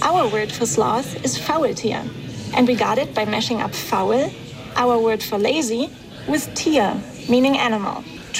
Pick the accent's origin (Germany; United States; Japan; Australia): Germany; English is a second language; I'm from Germany, where we speak German.